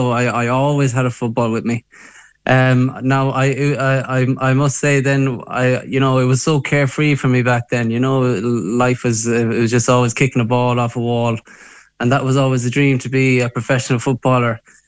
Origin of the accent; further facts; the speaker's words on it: Galway, Connacht, Ireland; I went to back to my hometown team of Salthill Devon, where it all began